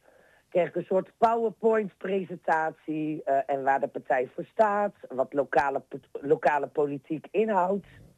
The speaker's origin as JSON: {"language": "Dutch", "town": "Wapenveld", "region": "Gelderland", "country": "Netherlands", "tie": "born or raised there", "also_born_or_lived": "The Hague", "moved": "yes", "said": "Ik ben een echte padder. Geboren en getogen in Wapenveld."}